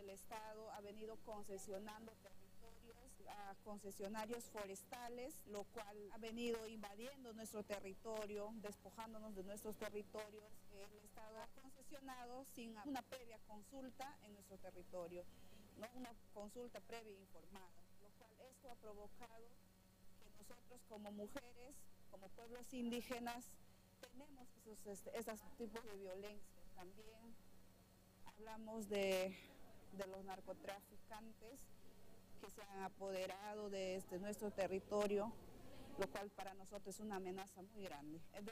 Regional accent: Ucayali, Peru; de la etnia Xeninca, soy de Perú. Estoy ubicada en la región Ucayali, en la provincia de Atalaya

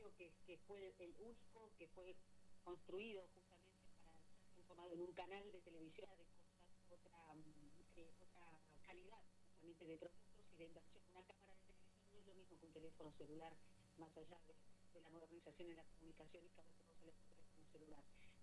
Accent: Argentina; todos los argentinos

